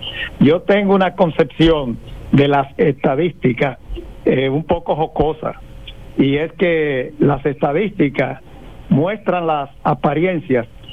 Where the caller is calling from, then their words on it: Santiago de los Caballeros, Santiago, Dominican Republic; de Santiago.